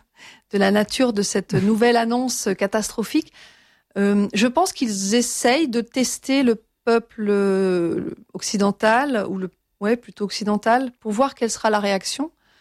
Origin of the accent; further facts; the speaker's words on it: Geneva, Switzerland; also born or lived in Ferney-Voltaire, France; Mes parents étaient ingénieurs au CERN, et donc, par la force des choses, je suis née à Genève. Mais j'y ai passé presque toute ma vie, sachant quand même que j'ai fait l'école primaire, l'école secondaire en France, voisine, à Ferney-Voltaire. Et je me sens vraiment binationale